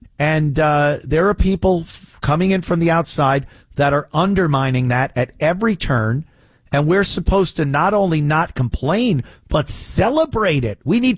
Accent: United States

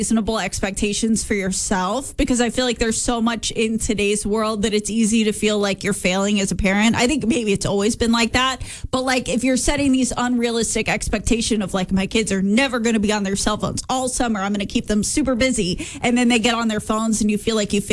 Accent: Houston, Texas, United States; whenever I was growing up in Houston, Texas, summers were exactly the same as Mis

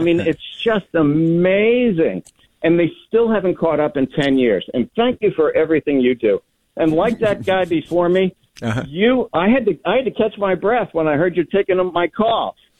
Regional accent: Fairfield, Connecticut, United States; now in Cape Cod, United States; So that guy that called me, I grew up in Fairfield down on the Golden Coast there, and it changed radically in the time I was there. I had to get the hell out. Came to Massachusetts. It was better on Cape Cod.

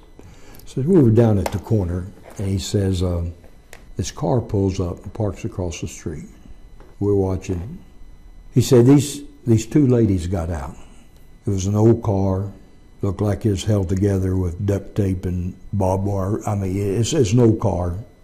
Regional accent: Arkansas, United States

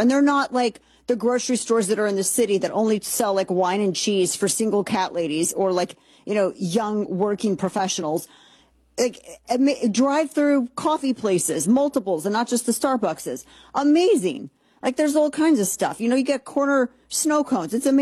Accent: St. Louis, Missouri, United States; I loved St. Louis City. I loved my hometown, loved the city.

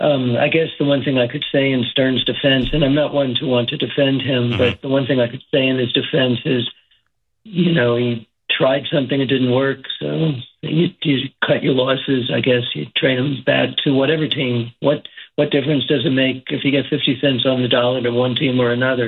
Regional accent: New York, United States; now in Arkansas, United States; I happen to be in Arkansas, but I grew up in New York.

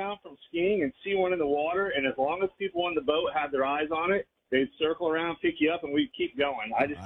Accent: West Palm Beach, Florida, United States; I grew up in West Palm Beach and was a skateboarder

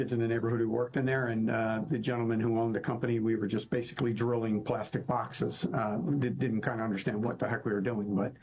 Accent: Pennsylvania, United States; From a suburb outside of Philadelphia.

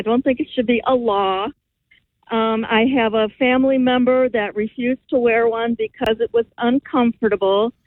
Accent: Midwest, United States; also born or lived in New Jersey; now in Indiana, United States; I grew up in the Midwest, but I lived in New Jersey for 25 years.

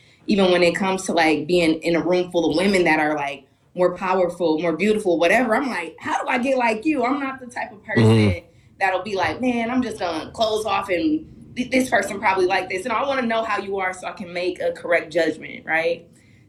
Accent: Milwaukee, Wisconsin, United States; Milwaukee's home. All of my family and friends are still there. I'm back and forth, so yeah, man, I'm from Milwaukee through and through.

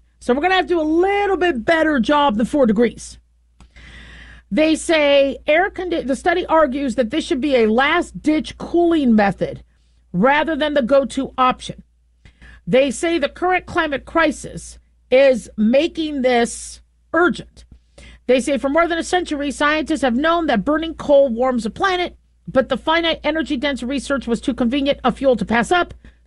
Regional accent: United States; born there; also born or lived in Las Vegas, Nevada / Phoenix, Arizona; I grew up in Las Vegas and Phoenix, Arizona, and I remember it getting up to like 120 degrees.

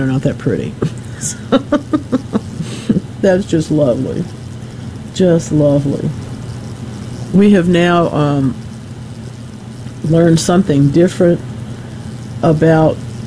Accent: Gulfport, Mississippi, United States; I grew up in Gulfport

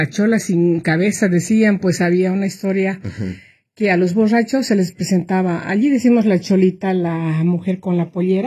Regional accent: Cochabamba, Bolivia; Yo soy de Bolivia, Cochabamba, mi ciudad

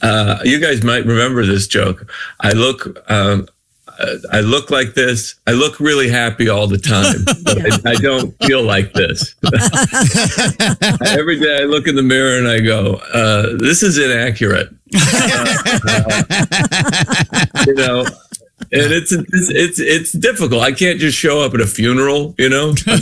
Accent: Idaho, United States

